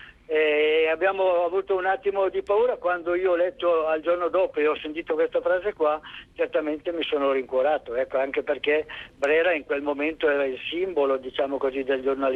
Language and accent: Italian; Casaletto Lurano, Lombardy, Italy; eravamo quasi compaesani, no? Lui era di San Zenone Po, io sono di Casale Lurani